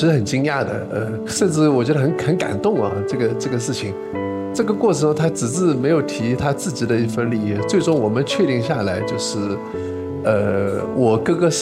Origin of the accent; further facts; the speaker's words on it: Taizhou, Zhejiang, China; 我今年43岁，我来自浙江台州